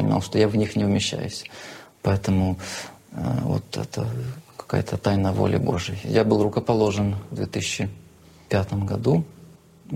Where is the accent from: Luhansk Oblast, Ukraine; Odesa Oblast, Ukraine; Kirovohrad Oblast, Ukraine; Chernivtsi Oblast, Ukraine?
Chernivtsi Oblast, Ukraine; moved away as an adult; also born or lived in Siberia; now in Germany; Я родом с Буковины. Это Черновицкая область, западная Украина, граница Румынии и Молдавии.